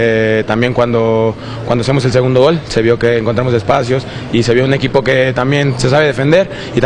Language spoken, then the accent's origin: Spanish; Mexico; que somos nosotros los mexicanos, que es trascender.